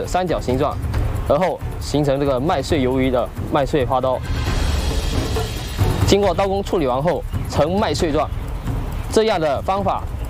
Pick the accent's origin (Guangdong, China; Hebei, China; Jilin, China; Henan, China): Guangdong, China; Chaoshan; moved away; 下面我为大家介绍我的家乡潮汕的一道特色菜